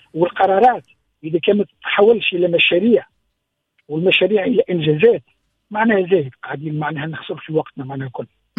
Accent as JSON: {"language": "Arabic", "country": "Tunisia", "said": "احنا مدين يدينا احنا ولاد تونس واحنا العقل المدبر في الامور هذه"}